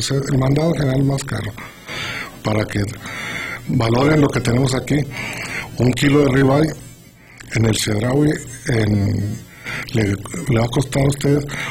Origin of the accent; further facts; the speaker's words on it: Mexico; como somos turistas mexicanos